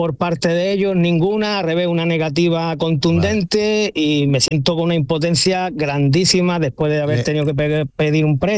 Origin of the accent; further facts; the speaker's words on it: Lepe, Andalusia, Spain; pues compramos un vehículo de la marca Skoda en un concesionario en Torremolinos, aunque nosotros somos de Lepe, Huelva